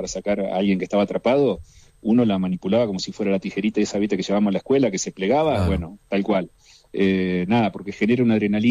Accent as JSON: {"language": "Spanish", "town": "Tandil", "region": "Buenos Aires Province", "country": "Argentina", "said": "yo soy de Tandil, sí."}